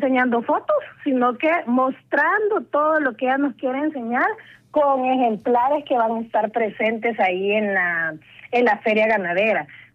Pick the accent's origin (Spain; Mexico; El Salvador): El Salvador; como industria salvadoreña, apoyando a nuestros hermanos salvadoreños.